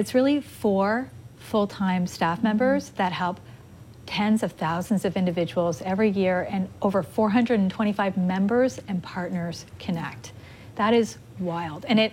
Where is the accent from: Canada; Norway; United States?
Canada; Ottawa, Ontario; Ottawa is my hometown, born and raised.